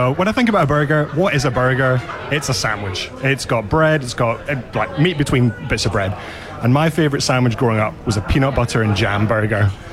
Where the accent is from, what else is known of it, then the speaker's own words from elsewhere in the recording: Scotland, United Kingdom; now in Cairns, Australia; I'm a Scotsman in Cairns. Every temperature's hot for me.